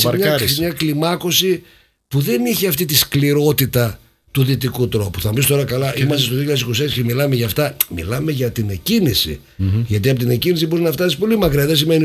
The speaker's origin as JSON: {"language": "Greek", "town": "Serres", "region": "Central Macedonia", "country": "Greece", "tie": "born or raised there", "moved": "yes", "said": "Και εγώ είμαι Μακεδόνας. Γεννήθηκα στις Σέρες. Οι γονείς μου είναι από διάφορα άλλα μέρη της Ελλάδας"}